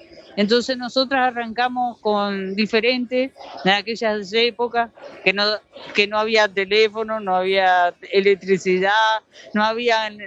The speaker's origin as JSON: {"language": "Spanish", "region": "Canelones", "country": "Uruguay", "said": "soy del noreste de Canelones, integro una cooperativa agraria, Cal Mañana"}